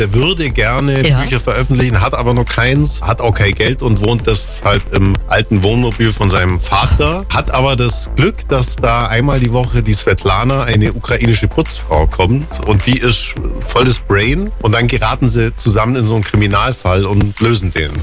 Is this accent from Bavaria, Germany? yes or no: yes; Altusried, Bavaria, Germany; ich bin in Altus Ried aufgewachsen.